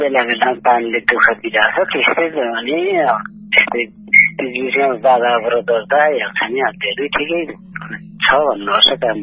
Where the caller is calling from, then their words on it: Irkhu, Bagmati, Nepal; हजुर यता इर्खु